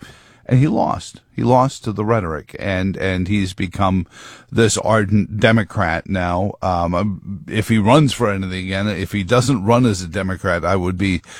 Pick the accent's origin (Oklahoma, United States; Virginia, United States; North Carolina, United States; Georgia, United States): Virginia, United States; I was from Virginia